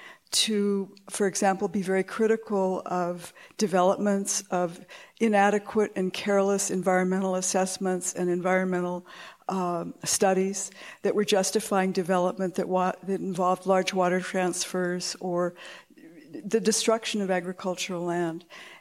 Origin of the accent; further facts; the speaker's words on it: Taos, New Mexico, United States; When I was growing up in Taos, I grew up about a block or two north, what would be a block or two north of the plaza